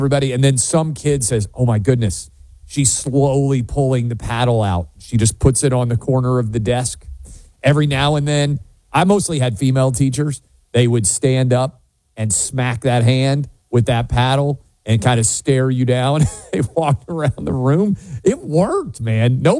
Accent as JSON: {"language": "English", "town": "New York City", "region": "New York", "country": "United States", "tie": "born or raised there", "said": "this is where I'm growing up in New York City."}